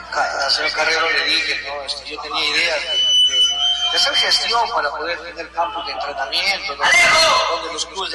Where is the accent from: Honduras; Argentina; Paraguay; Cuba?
Argentina; La Rioja; No es que seamos mezquinos como riojanos en el área del campo de la provincia